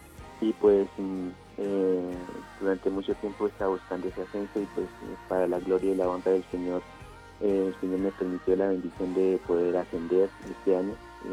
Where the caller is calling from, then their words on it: Ubaté, Cundinamarca, Colombia; Estoy llamando desde Guate, Cundinamarca